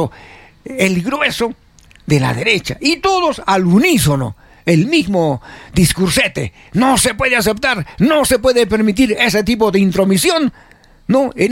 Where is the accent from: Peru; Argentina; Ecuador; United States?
Peru